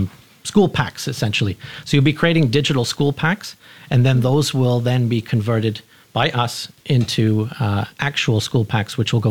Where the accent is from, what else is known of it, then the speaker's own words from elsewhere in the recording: Canada; I recall I grew up in Canada, which can be a cold place.